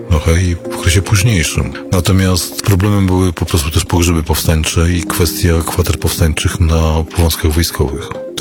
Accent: Warsaw, Masovian Voivodeship, Poland; Ja wiedziałem jako historyk i warszawiak, na co się porywam.

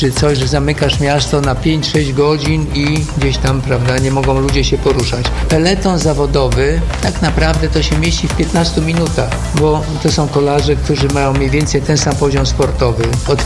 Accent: Kołczygłowy, Pomeranian Voivodeship, Poland; born there; jedziemy do Kołczygów, a w Kołczygłowach się urodziłem. Tam też jest szkoła mojego imienia.

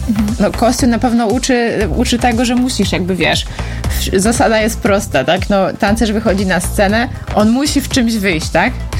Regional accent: Żagań, Lubusz Voivodeship, Poland; moved away as an adult; also born or lived in London

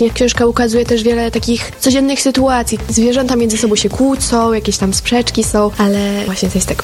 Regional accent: Braniewo, Warmian-Masurian Voivodeship, Poland; u nas w Braniewie, w tym naszym małym mieście.

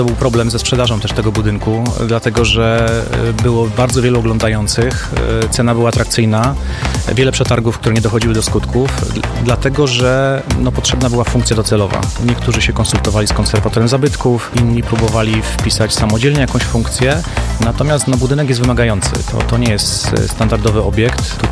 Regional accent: Sosnowiec, Silesian Voivodeship, Poland; jestem z Sosnowca

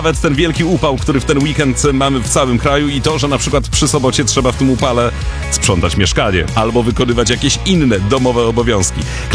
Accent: Łódź, Łódź Voivodeship, Poland; Ja w centrum Łodzi się wychowywałam na podwórku.

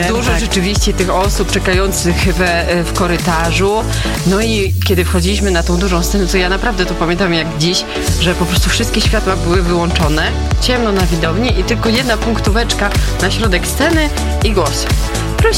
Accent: Radom, Masovian Voivodeship, Poland; Ja się wychowywałam w dzielnicy Michałów i mieszkaliśmy razem w bloku.

